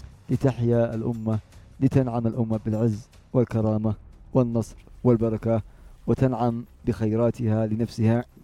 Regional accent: Yemen

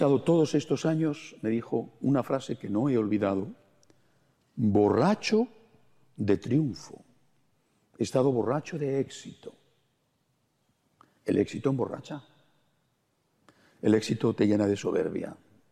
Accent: Spain; En mi país, en España, no teníamos niños.

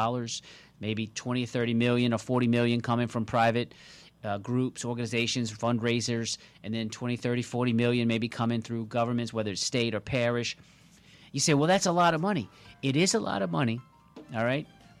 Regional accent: Marrero, Louisiana, United States; I love the fact that this is happening in Marrero, my hometown.

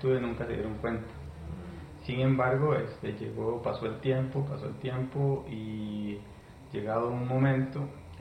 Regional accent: El Guarco, Cartago, Costa Rica; born there; yo nací en una provincia de acá de Costa Rica que se llama Cartago, específicamente en el Guarco.

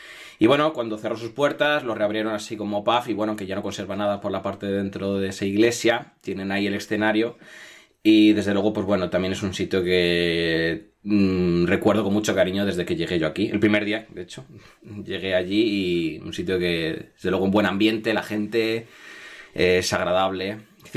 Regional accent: Segovia, Castile and León, Spain; yo soy natural de Segovia, de toda la vida. He estado viviendo toda mi vida allí 25 años

